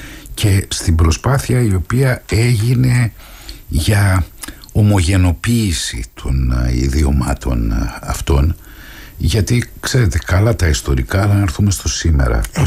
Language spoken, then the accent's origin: Greek; Thessaloniki, Central Macedonia, Greece; από την ιδιαίτερη πατρίδα μου τη Θεσσαλονίκη